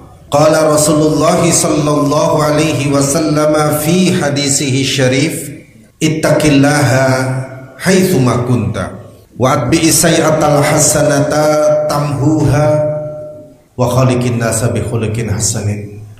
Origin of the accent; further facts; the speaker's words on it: Lamongan, East Java, Indonesia; Saya dari Lamongan, menurut saya Lamongan itu tidak jauh.